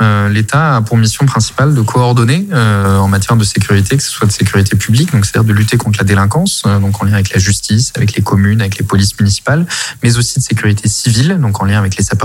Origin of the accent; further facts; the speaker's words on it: Nouvelle-Aquitaine, France; Je suis originaire de la Nouvelle-Aquitaine et plus précisément de la région bordelaise